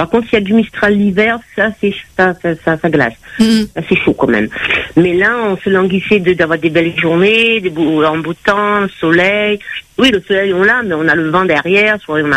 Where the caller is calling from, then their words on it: Marseille, Provence-Alpes-Côte d'Azur, France; je vous appelle de Marseille.